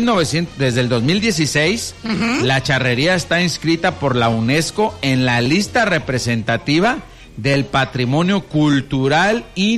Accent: Mexico; unos tacos como buen mexicano.

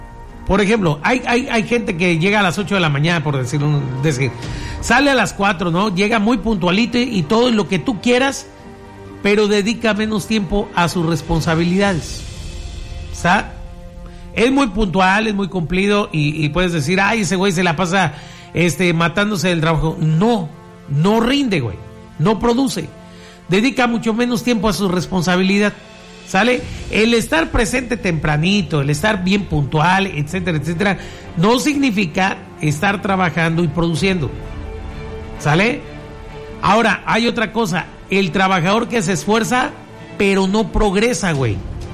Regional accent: Mexico; como mexicanos siempre nos quejamos

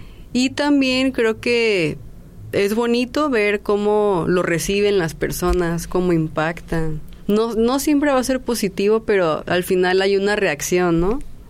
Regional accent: Tepic, Nayarit, Mexico; yo soy de aquí de Tepic, Nayarit, aquí nacida, aquí toda mi vida viviendo.

